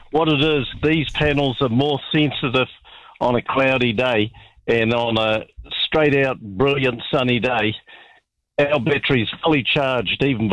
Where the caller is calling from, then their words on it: Taupo, Waikato, New Zealand; I'm in Taupo.